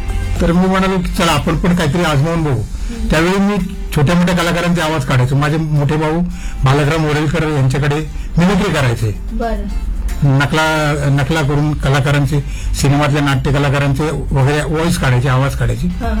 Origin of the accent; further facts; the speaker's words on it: Mumbai, Maharashtra, India; मी आधी मुंबईत राहायचो. वरळी कोळीवाडा हे माझं गाव आणि कोळीवाडा म्हटलं की संपूर्ण कोळ्यांचं गाव येते.